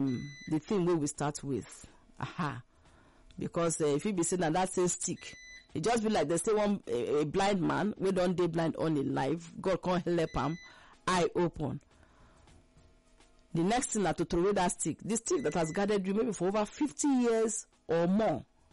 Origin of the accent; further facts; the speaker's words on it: Akwa Ibom, Nigeria; I'm married to Abian man, I'm from Akwa Ibom.